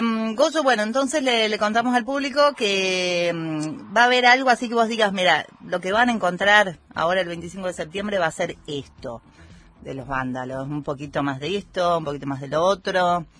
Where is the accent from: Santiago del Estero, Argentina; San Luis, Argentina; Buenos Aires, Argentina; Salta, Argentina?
San Luis, Argentina; somos de acá de San Luis